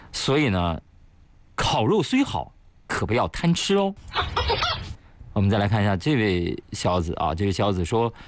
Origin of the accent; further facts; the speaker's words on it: Hefei, Anhui, China; 虽然我给大家经常送我们山西特产老陈醋是吧，啊，但是呢我是在合肥土生土长的